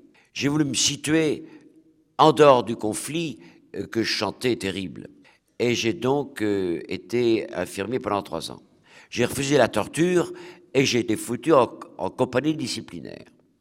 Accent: Rochefort, Nouvelle-Aquitaine, France; born there; j'étais en Charente-Maritime, je suis né à Rochefort-sur-Mer

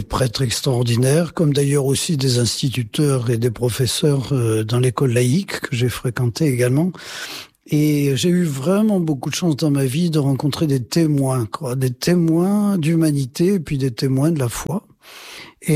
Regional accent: Nouvelle-Aquitaine, France; born there; Je suis né donc en Limousin, dans une famille qui n'était pas spécialement portée sur les choses de la religion

